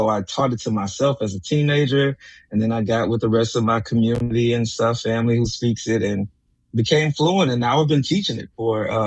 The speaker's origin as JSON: {"language": "English", "town": "Baton Rouge", "region": "Louisiana", "country": "United States", "tie": "born or raised there", "said": "Okay, well, I am a little boy born and raised in Baton Rouge. I'm a Louisiana Creole."}